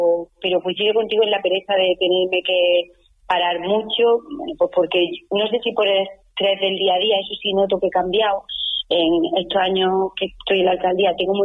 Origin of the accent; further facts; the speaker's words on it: Linares, Andalusia, Spain; also born or lived in Granada / Madrid; mi infancia transcurrió aquí en Linares, y después cuando finalicé los estudios, en este caso de COU, pues una vez cuando probé selectividad, pues me fui a Granada a estudiar.